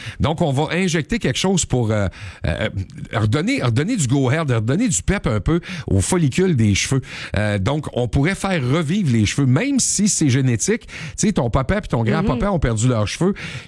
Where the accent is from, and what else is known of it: Canada